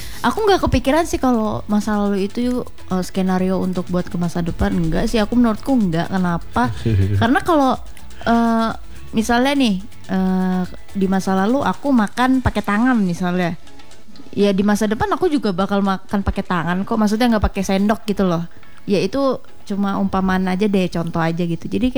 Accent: North Sumatra, Indonesia; Apalagi aku suku Batak kan, biasanya Batak itu kuat.

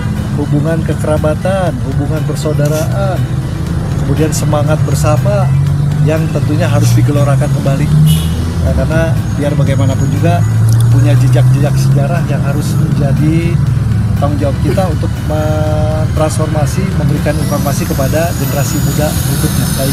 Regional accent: Sunda, Indonesia; nilai manusia kita, orang Sunda.

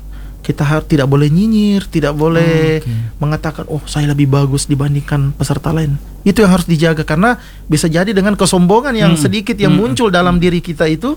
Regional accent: Soppeng, South Sulawesi, Indonesia; moved away as an adult; now in Bone, Indonesia; Saya orang Sopeng.

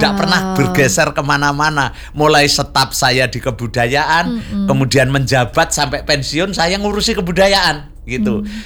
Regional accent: East Java, Indonesia; kita orang Jawa Timur, khususnya Ponorogo

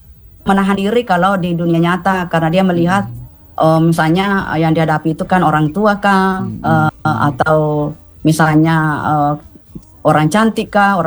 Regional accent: South Sulawesi, Indonesia; accent: Bugis; saya maaf pakai logat Bugis ya.

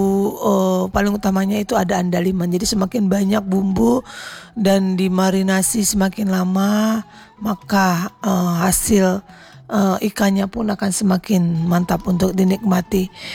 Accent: North Sumatra, Indonesia; Bagaimana kami orang Batak ini di apa ya? di mata suku-suku yang lain. Mungkin banyak yang berpikir bahwa orang Batak ini terkesan kasar, ya kan?

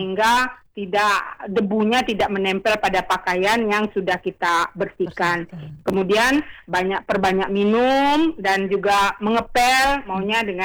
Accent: Bengkulu, Indonesia; kita sebagai warga Kota Bengkulu

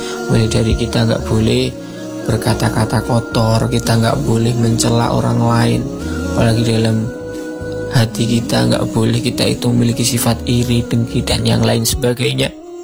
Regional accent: Tulungagung, East Java, Indonesia; also born or lived in Kediri; Saya berasal dari Tulungagung.

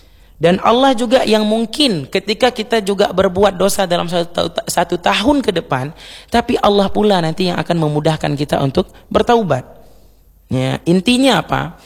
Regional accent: Aceh, Indonesia; now in Banda Aceh, Indonesia

